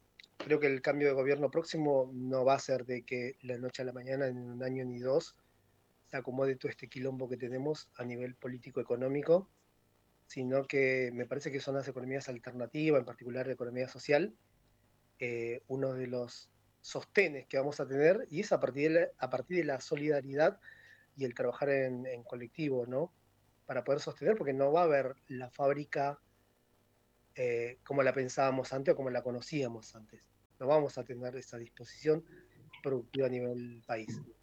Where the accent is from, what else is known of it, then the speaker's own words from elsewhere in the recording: Avellaneda, Buenos Aires Province, Argentina; yo porque soy de Avellaneda